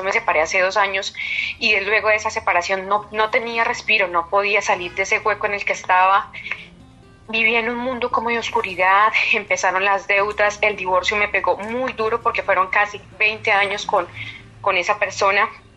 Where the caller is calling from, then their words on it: San José del Guaviare, Guaviare, Colombia; yo lo visité en Bogotá, pero soy de San José del Guaviare.